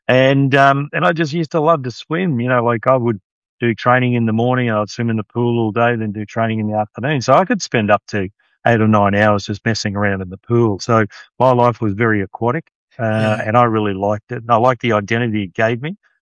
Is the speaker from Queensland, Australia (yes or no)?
yes; Rockhampton, Queensland, Australia; So, yeah, I grew up in Rockhampton, Des, and I've got two brothers and two sisters.